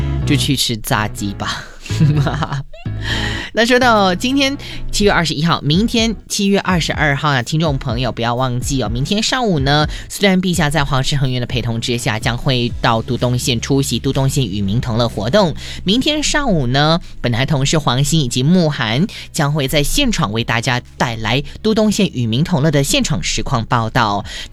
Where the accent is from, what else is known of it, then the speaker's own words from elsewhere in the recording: Brunei; 尤其是鸡肉，我觉得我们文莱人还蛮特别喜欢吃鸡肉的。